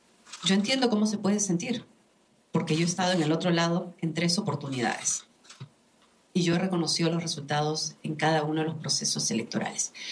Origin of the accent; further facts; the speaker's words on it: Peru; serán importantes también para empezar este proceso de volver a unirnos como peruanos.